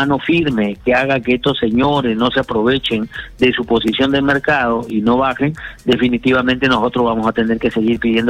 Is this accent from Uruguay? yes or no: no; Peru; no solo como transportistas, uh-huh, sino como peruanos